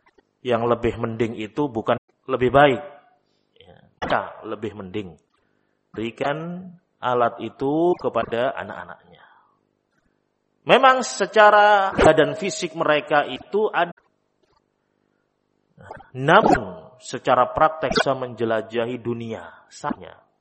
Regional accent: Java, Indonesia; Pesan kepada mereka, istilah kita orang Jawa, ojo kalah karo arek, ya.

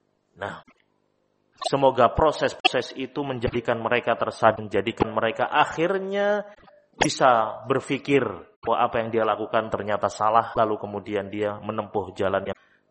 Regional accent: Java, Indonesia; kalau lah kita orang Jawa.

